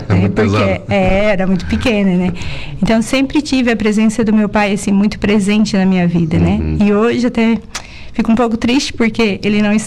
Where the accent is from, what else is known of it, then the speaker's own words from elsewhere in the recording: Meleiro, Santa Catarina, Brazil; eu sou do interior do município de Meleiro, sou filha de agricultor, filha de mãe, professora.